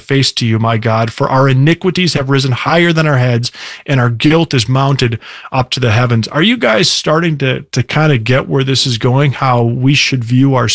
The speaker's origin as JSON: {"language": "English", "town": "Minneapolis", "region": "Minnesota", "country": "United States", "tie": "born or raised there", "lives_now": "Sioux Falls, United States", "said": "I grew up in the Minneapolis area. I live in Sioux Falls now. I've lived in the Midwest most of my life."}